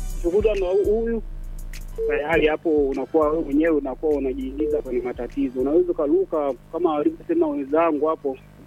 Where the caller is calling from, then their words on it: Tanzania; napatikana Mawala moja hiyo.